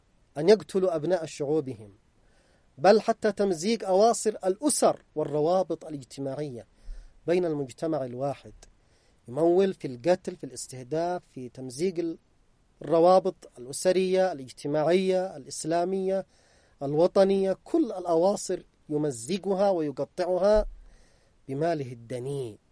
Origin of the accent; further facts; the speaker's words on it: Yemen; حتى في بلدنا اليمن يمولها يدفع لها في البلد هنا